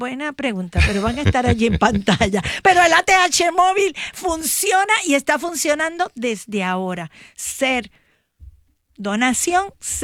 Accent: Puerto Rico

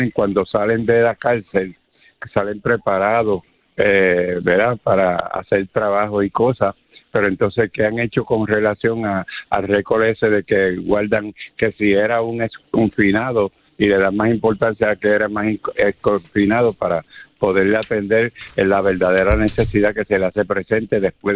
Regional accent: Guayama, Puerto Rico; Yo soy natural de Guayama … usted debe conocerme.

